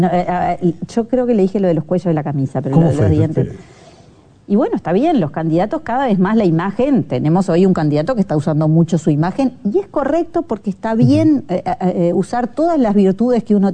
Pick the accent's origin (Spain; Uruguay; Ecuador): Uruguay